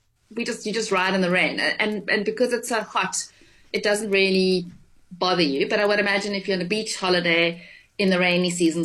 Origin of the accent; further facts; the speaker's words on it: South Africa; as a South African